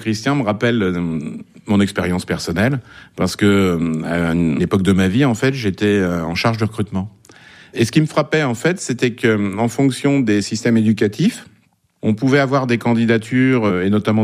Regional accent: France; nous sommes français tous les deux et on n'a pas la même l'appréciation de la situation.

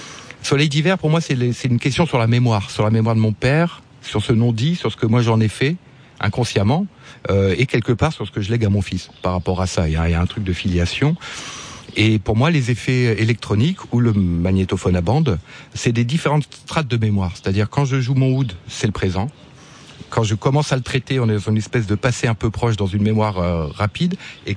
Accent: France; qu'est-ce que nous portons dans notre héritage, moi en tant que Français

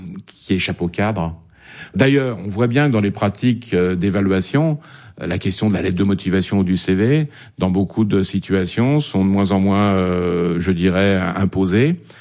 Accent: France; nous sommes français tous les deux

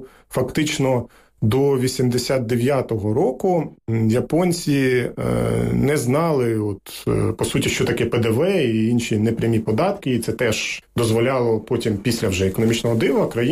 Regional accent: Donbas, Ukraine; Ну і, звичайно, схід для мене особисто – це своя асоціація, це Донбас, звідки я

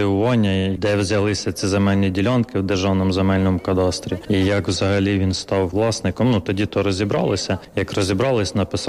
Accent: Lokhvytsia, Poltava Oblast, Ukraine; Я з Лохвиці, не знаю, яка там ситуація за 12 кілометрів у Васильках

